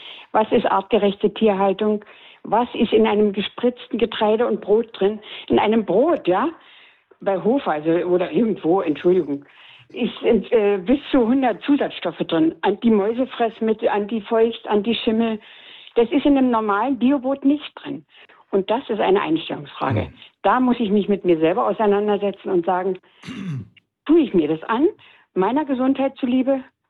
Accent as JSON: {"language": "German", "region": "East Germany", "country": "Germany", "said": "Aber ich selbst bin aus der DDR, habe gleich nach der Wende ein Reformhaus gegründet und 15 Jahre betrieben."}